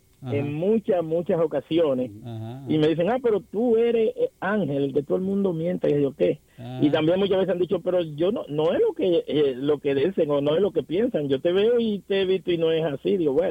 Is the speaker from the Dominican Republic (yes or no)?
yes; Dominican Republic; moved away; porque yo soy dominicano